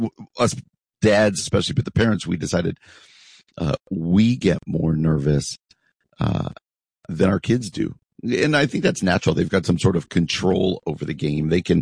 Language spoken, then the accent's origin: English; East Coast, United States; I grew up out on the East Coast, and we used to, we had school till June 20.